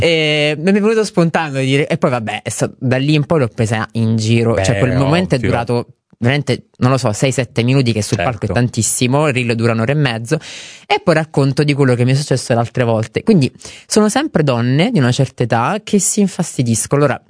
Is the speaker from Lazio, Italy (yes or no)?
no; Reggio Calabria, Calabria, Italy; moved away; io sono di Reggio Calabria, una famiglia calabrese